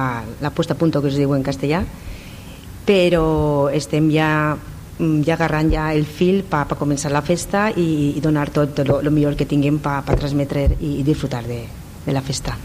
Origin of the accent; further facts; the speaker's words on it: Bèlgida, Valencian Community, Spain; I van dir, pues, si som de Bèlgida, Bèlgidaves, perquè érem xiques